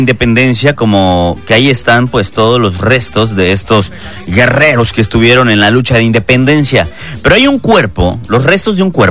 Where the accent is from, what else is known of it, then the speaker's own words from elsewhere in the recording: Mexico; ¿Por qué somos independientes los mexicanos, caray?